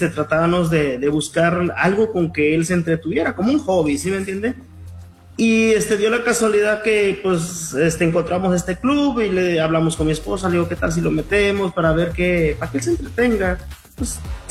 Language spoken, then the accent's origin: Spanish; Guatemala; now in United States